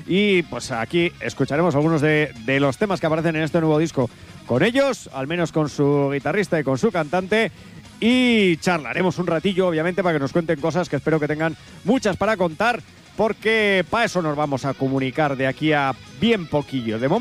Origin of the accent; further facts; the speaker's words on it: Lerín, Navarre, Spain; soy de Lerín